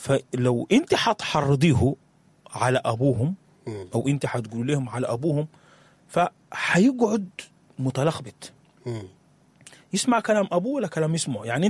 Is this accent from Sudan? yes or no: yes; Sudan; لكن إحنا كسودانيين عندنا مقولة